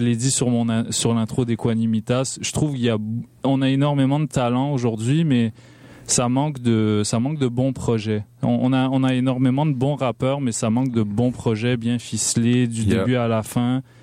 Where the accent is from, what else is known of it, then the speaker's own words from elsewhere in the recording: Ville-Saint-Laurent, Quebec, Canada; Ben, moi, pour ceux qui savent pas, j'ai grandi à Ville-Saint-Laurent.